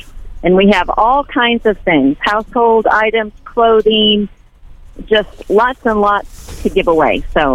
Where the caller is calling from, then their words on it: Cahokia, United States; from Cahokia.